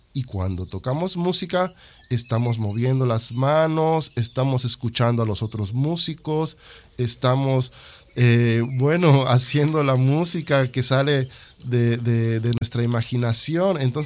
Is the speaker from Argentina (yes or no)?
no; Mexico; Bueno, como mexicano, como descendiente de Xochimilcas otomís, como hablante también de lengua tzotzil, y como mexicano pero como persona simplemente soy una persona única